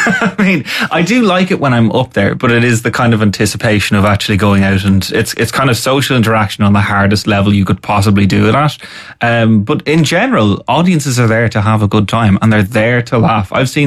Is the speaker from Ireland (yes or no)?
yes; Navan, Leinster, Ireland; also born or lived in Portstewart; And I'm from Navan as well, which breeds comedians.